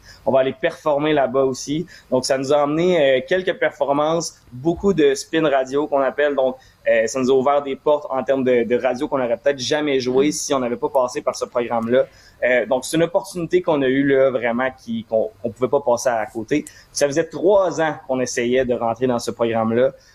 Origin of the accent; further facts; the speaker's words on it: Lévis, Quebec, Canada; Ben, on vient d'ici, hein, puis on vient de Lévis, on n'est pas des gars de Montréal